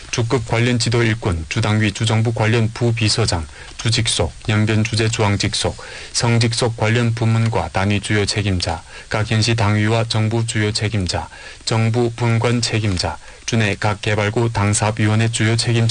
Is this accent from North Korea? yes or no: no; Helong, Jilin, China; 저는 화룡 사람입니다. 대학을 졸업하고 나서 큰 도시로 가지 않고 화룡에 돌아와 윤동 목업연회사에 입사해 마음 편히 출근했습니다.